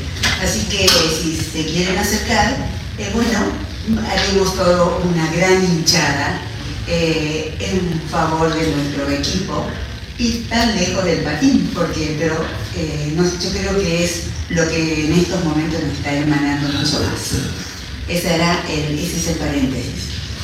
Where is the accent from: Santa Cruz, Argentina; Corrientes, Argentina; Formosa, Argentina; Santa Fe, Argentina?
Santa Fe, Argentina; Reconquista; moved away; un placer volver a Reconquista, mi tierra natal.